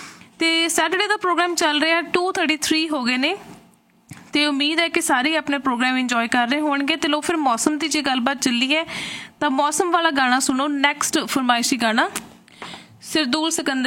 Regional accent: Punjab, India; moved away

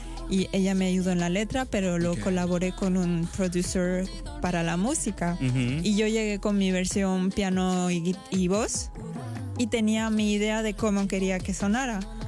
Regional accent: Canada; me veían como la canadiense, claro, que llegaba a Tamaulipas

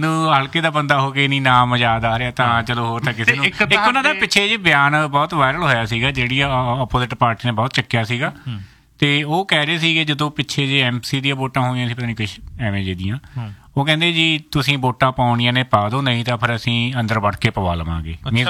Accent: Punjab, India; moved away; ਮੈਂ ਪੰਜਾਬ ਦੇ ਵਿੱਚ ਹੀ ਸੀਗਾ। ਅਤੇ ਕਿਉਂਕਿ ਆਪਣੇ ਪਿੰਡ ਨੂੰ ਮੇਨ ਜਿਹੜਾ ਸ਼ਹਿਰ ਲੱਗਦਾ ਉਹ ਸਮਾਣਾ ਹੀ ਲੱਗਦਾ ਜੀ।

